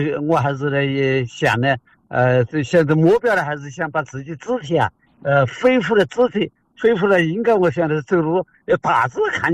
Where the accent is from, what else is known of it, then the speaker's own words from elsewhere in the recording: Shaoyang, Hunan, China; moved away; 我老家是邵阳的